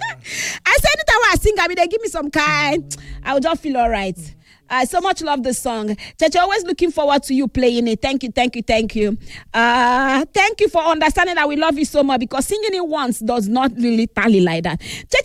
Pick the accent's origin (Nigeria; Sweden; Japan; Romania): Nigeria; I'm a Nigerian.